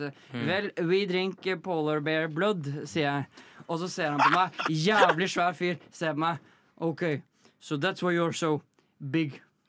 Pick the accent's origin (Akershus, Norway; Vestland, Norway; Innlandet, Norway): Vestland, Norway; Bergen; Jeg er en bergenser.